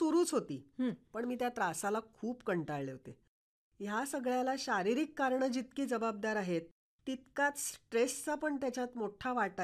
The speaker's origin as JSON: {"language": "Marathi", "town": "Mumbai", "region": "Maharashtra", "country": "India", "tie": "born or raised there", "moved": "yes", "lives_now": "Ratnagiri, India", "said": "मी मूळची मुंबईची. 2000 साली मी जेव्हा रत्नागिरीत आले तेव्हा माझ्यासाठी तो एक मोठा बदल होता."}